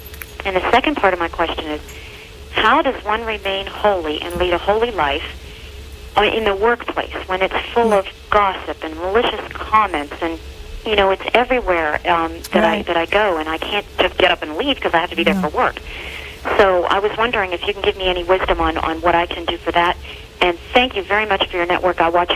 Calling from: Steubenville, Ohio, United States; Stephenville, Ohio.

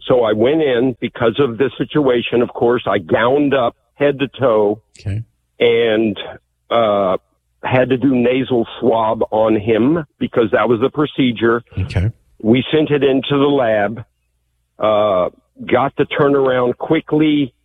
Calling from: San Antonio, Texas, United States; San Antonio, Texas, hospice nurse, in-home hospice care.

